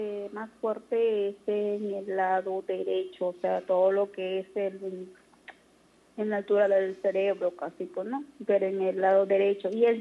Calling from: Catacaos, Piura, Peru; Yo vivo en Catacao, Piura.

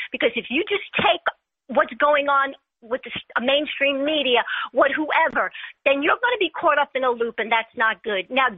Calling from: New York, United States; I'm from New York.

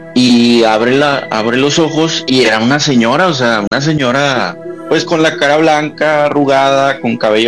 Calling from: San Nicolás de los Garza, Nuevo León, Mexico; Soy de San Nicolás, de los Garza, pero vivo en Apodaca, Nuevo León.

